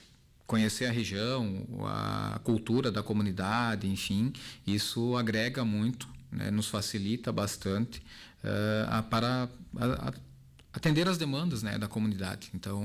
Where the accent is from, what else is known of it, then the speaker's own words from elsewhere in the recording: Arvorezinha, Rio Grande do Sul, Brazil; moved away as an adult; also born or lived in Passo Fundo / Vacaria; now in Soledade, Brazil; Eu sou natural aqui do município vizinho, né, de Soledade, sou natural de Arvorezinho, nasci, me criei ali, e em 2008, aí, quando incluí nas fileiras da Brigada Militar, que mudei para Passo Fundo